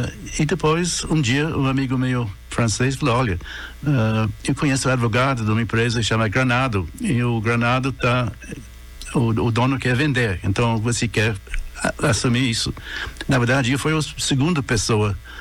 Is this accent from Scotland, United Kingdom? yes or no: no; Newcastle, North East England, United Kingdom; born there; Portuguese is a second language; moved away as an adult; also born or lived in Paris; eu nasci em Newcastle, norte da Inglaterra.